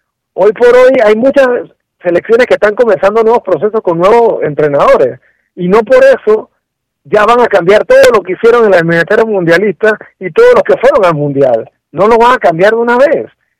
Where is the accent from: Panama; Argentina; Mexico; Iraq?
Panama; yo soy parte de Panamá